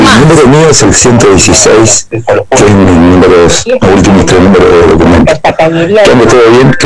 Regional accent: Devoto, Buenos Aires, Argentina

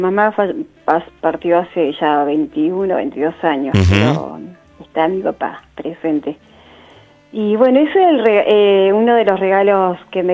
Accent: Buenos Aires, Argentina; born there; porque yo soy nacida en Capital.

